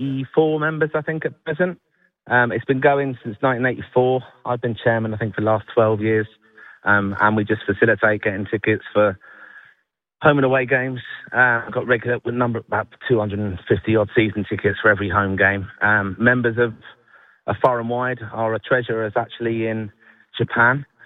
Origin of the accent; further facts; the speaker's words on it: London, United Kingdom; I was, yeah. So born in London.